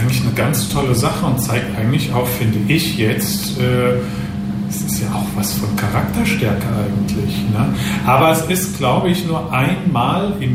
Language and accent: German; Frankfurt, Hesse, Germany; Ich bin Frankfurter. Da macht man natürlich immer Witze über die Offenbacher.